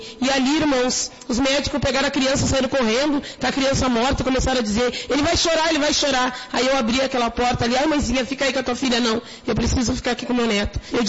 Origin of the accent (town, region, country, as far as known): Porto Alegre, Rio Grande do Sul, Brazil